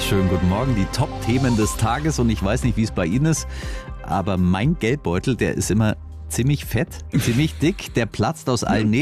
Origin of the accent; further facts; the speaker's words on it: Swabia, Germany; Würde mich freuen als Schwabe.